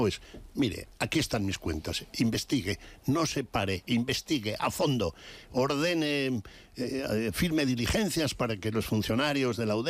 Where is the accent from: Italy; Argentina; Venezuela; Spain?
Spain; Burgos, Castile and León; now in Madrid, Spain; como ciudadano madrileño que soy. Bueno, soy burgalés, pero de adopción.